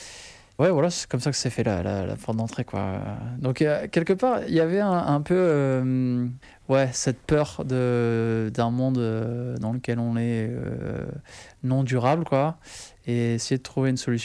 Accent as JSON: {"language": "French", "region": "Hauts-de-France", "country": "France", "tie": "born or raised there", "moved": "as an adult", "lives_now": "southern France", "said": "j'ai grandi dans le Nord, mais un stage de fin d'études m'a amené à vivre en Charente"}